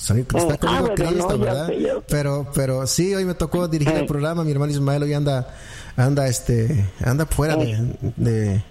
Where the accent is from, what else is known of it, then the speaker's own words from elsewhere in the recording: Puebla, Mexico; Yo soy de Puebla y estoy a 5 minutos del centro de convenciones de allá de Puebla.